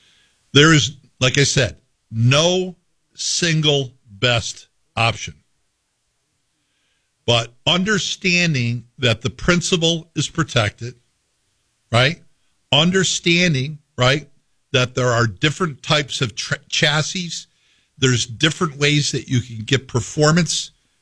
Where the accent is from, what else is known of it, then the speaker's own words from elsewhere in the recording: Schaghticoke, New York, United States; I'm a kid from Scaticook, New York.